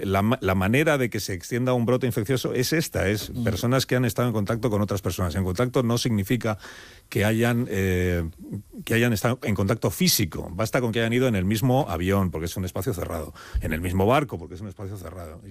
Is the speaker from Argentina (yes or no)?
no; United Kingdom; Soy un ciudadano británico